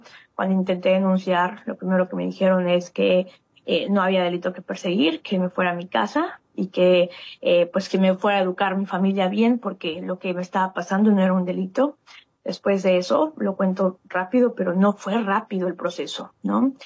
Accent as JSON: {"language": "Spanish", "town": "Huauchinango", "region": "Puebla", "country": "Mexico", "tie": "born or raised there", "said": "yo soy originaria de la Sierra Norte de Puebla, de Huauchinango, Puebla. Ahí nací, ahí crecí, ahí vive mi familia."}